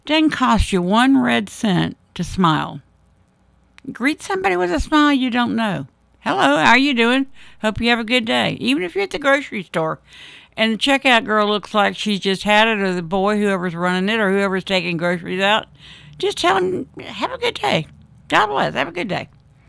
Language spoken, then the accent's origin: English; Florida, United States; We were raised in the South. I was born and bred in Florida.